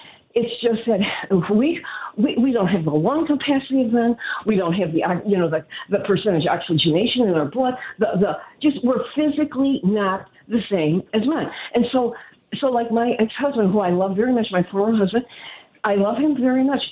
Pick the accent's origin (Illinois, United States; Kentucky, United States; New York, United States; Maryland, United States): Illinois, United States; Chicago; now in Scottsdale, United States; the Greek Orthodox Church, my original faith, because when I grew up in Chicago